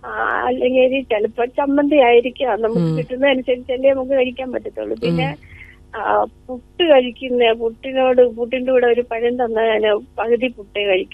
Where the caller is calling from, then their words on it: Kollam, Kerala, India; Kollam Sooranad വയ്യാങ്കരയിൽ.